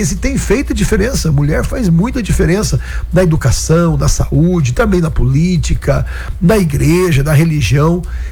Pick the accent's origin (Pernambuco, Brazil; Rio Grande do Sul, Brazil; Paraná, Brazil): Paraná, Brazil; Cornélio Procópio; um político lá da minha região, da minha cidade, que está vivo até hoje, viu? Oswaldo Trevisan, que foi prefeito de Cornélio Procópio, no Paraná